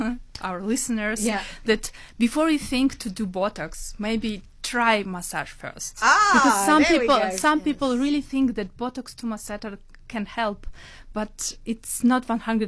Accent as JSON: {"language": "English", "country": "Russia", "second_language": "English", "moved": "yes", "lives_now": "Cape Town, South Africa", "said": "I'm originally from Russia"}